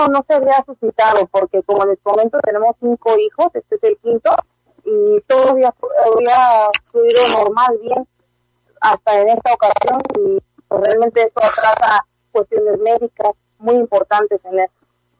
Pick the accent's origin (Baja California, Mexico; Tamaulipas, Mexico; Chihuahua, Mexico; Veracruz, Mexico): Veracruz, Mexico; Somos de aquí de Veracruz. También todos son aquí hijos nuestros, naturales nuestros.